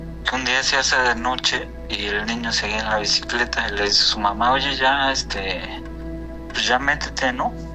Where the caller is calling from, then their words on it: Mexico City, Mexico; De la Ciudad de México.